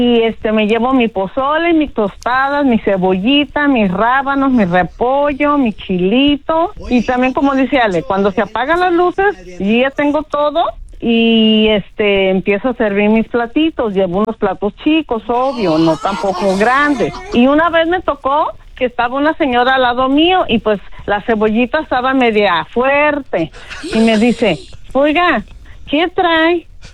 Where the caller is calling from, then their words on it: Long Beach, California, United States; de Long Beach.